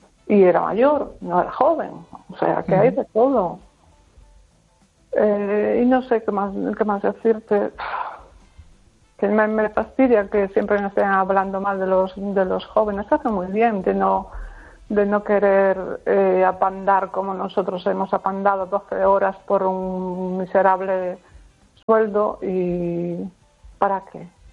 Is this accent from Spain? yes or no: yes; Pontevedra, Galicia, Spain